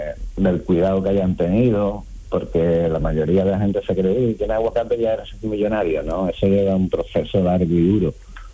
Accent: San Fernando, Andalusia, Spain; porque yo soy de San Fernando, Cabri, donde era el camarón de la isla, las tortillitas de camarones

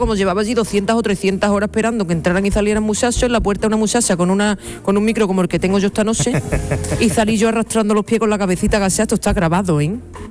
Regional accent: Jerez de la Frontera, Andalusia, Spain; born there; Claro, porque nací en Jerez.

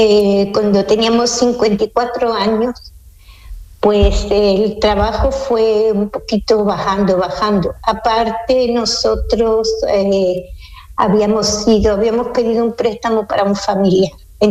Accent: Seville, Andalusia, Spain; now in Switzerland; Ah, pues yo soy de Sevilla, de la calle Federico Sánchez Bedoya, del Postigo.

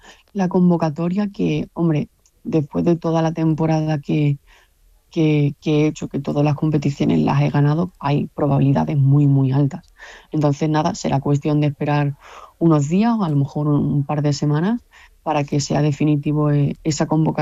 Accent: Andalusia, Spain; yo soy del Mediterráneo y es verdad que la cultura que nosotros en la zona de Málaga, a lo mejor toda la zona de Andalucía

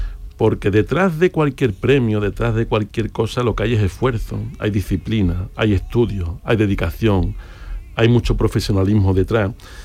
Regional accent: Utrera, Andalusia, Spain; el despacho lo tengo en Sevilla, pero soy de Utrera. Y nací en Utrera y orgulloso de Utrera con muchas raíces

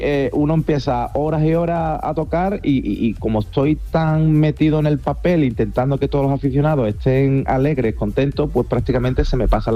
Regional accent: Alhaurín, Andalusia, Spain; Yo soy del Alaurino

